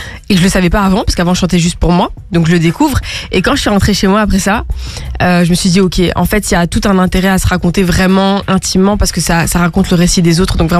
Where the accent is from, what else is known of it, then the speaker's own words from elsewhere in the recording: Molenbeek-Saint-Jean, Brussels-Capital Region, Belgium; Je suis née à Molenbeek, j'ai grandi là jusqu'à mes 12 ans. Après, je suis partie dans une petite ville à côté de Bruxelles et puis je suis revenue à Bruxelles à mes 18 ans.